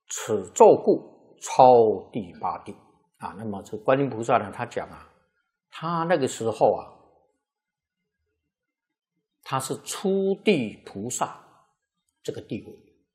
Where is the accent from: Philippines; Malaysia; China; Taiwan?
Taiwan; 跟我们台湾人口差不多